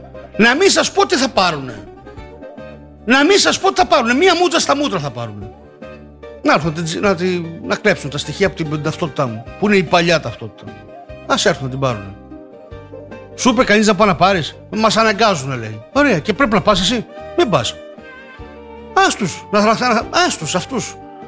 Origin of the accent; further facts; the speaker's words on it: Crete, Greece; Μένα το χωριό μου να μείνει ελληνικό και κριτικό στην Κρήτη που είμαι, με ενδιαφέρει.